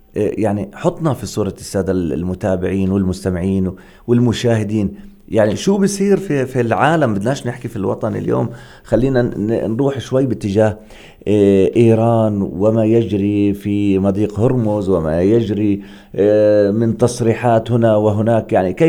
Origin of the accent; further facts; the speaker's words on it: Palestine; معقول عندنا في فلسطين؟